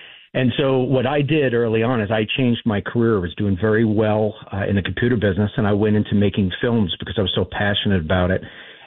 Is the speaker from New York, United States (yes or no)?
yes; New York City, New York, United States; as a New Yorker for 50 of my 57 years